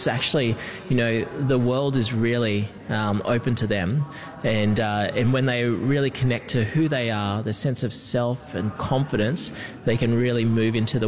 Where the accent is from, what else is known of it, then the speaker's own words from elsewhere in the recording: Victoria, Australia; also born or lived in New Ireland Province, Papua New Guinea; So I'm connected to the Wemba Wemba, Jadawed Jali, Wurugai and Gunditjmara Nations, so Western Victorian, and from New Island Province through my father in Papua New Guinea.